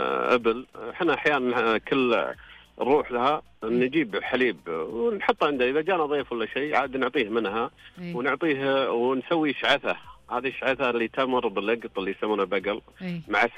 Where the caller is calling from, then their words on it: Riyadh, Riyadh Province, Saudi Arabia; أنا كلمت من الرياض.